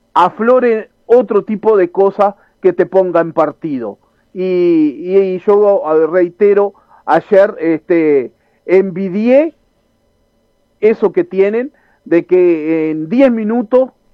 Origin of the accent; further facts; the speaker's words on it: Uruguay; Soy uruguayo, ante todo.